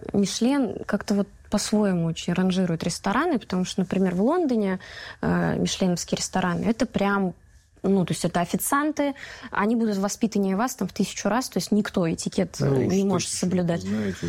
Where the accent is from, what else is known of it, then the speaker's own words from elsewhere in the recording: Saransk, Mordovia, Russia; Это мой дедушка Валерий Николаевич, вот такие вот у меня праздники всегда собирал в Саранске, в городе.